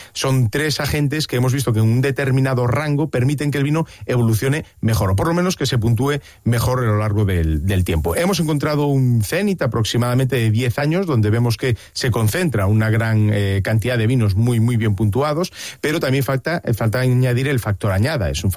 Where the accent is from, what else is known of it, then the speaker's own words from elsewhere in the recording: Galicia, Spain; Como buen gallego, depende.